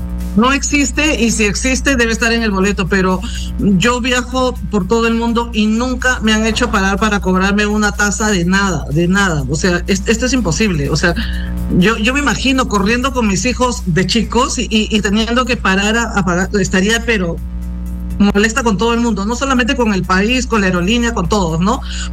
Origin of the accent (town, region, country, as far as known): Peru